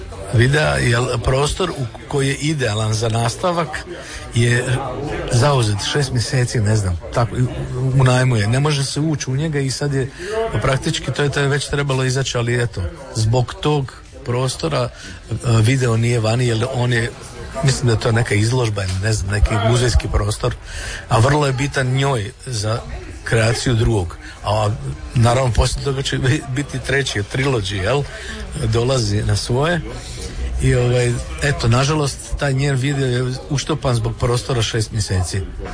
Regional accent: Osijek, Osijek-Baranja County, Croatia; Ali dobro, Slavonija u stvari, on je rodom iz ove Gradiške, mi smo iz Osijeka

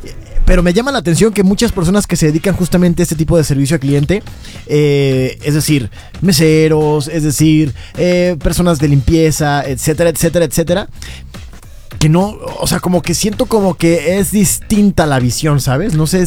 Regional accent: Mexico; Ni tampoco decir que todos los mexicanos somos súper desordenados.

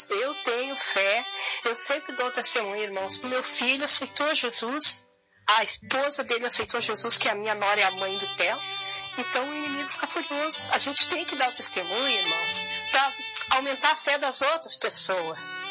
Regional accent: Alvorada, Rio Grande do Sul, Brazil; sou de Alvorada, Rio Grande do Sul.

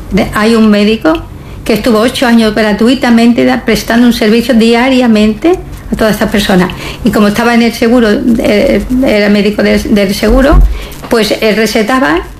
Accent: Melilla, Spain; Llevo 3 años y sí, yo soy de Melilla. Y vengo cada año porque la familia está aquí, tengo las raíces aquí.

